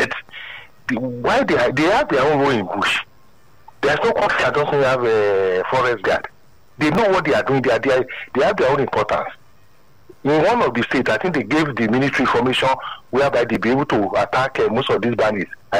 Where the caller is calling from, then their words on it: Lagos, Nigeria; I'm calling from Ogba.